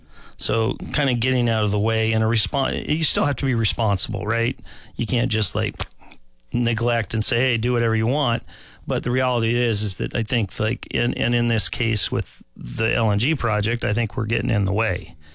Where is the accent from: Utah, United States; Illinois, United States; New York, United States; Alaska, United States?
Alaska, United States; Homer; also born or lived in Anchorage; Born and raised Alaskan. I was born in Anchorage after the 1964 earthquake. We moved down to Homer in 1974, and so I've been down there ever since.